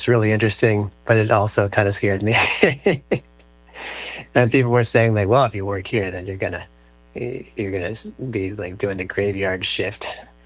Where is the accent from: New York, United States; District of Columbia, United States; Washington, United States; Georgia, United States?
Georgia, United States; Atlanta; you know, I'm from Atlanta originally, in Georgia